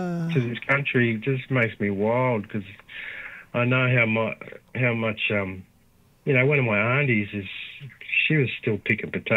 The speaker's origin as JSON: {"language": "English", "region": "Queensland", "country": "Australia", "moved": "yes", "said": "I'm from far north Queensland originally"}